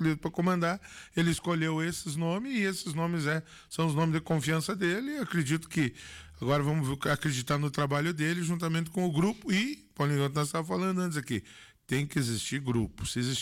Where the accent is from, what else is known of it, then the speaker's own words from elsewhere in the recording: Brazil; A gente é brasileiro, é torcedor.